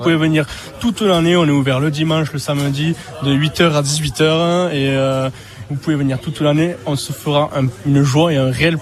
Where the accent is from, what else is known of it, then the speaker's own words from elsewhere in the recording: Narbonne, Occitanie, France; accent: southern; du sud. On vient tout droit de Narbonne.